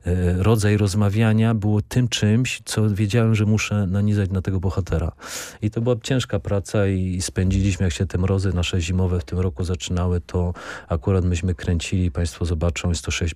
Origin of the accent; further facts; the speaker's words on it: Sosnowiec, Silesian Voivodeship, Poland; Ja jestem z Sosnowca